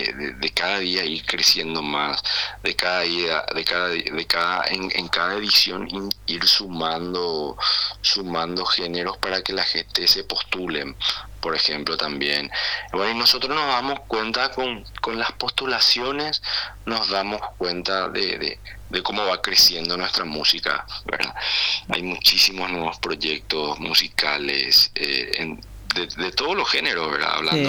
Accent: Paraguay

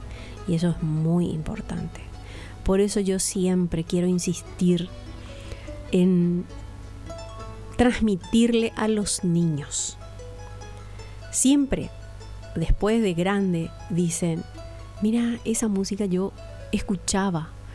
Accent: Paraguay; ¿cómo no vamos a sentirnos orgullosos, aguara, como paraguayos?

